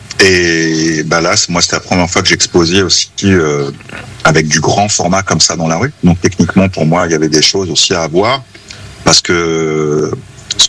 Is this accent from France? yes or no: yes; Évreux, Normandy, France; Absolument, j'ai grandi à la Madeleine.